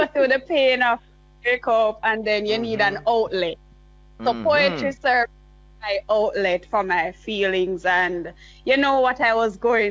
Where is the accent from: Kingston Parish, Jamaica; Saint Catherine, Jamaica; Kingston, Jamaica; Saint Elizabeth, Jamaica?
Saint Elizabeth, Jamaica; I am from Magaty in St. Elizabeth, Jamaica.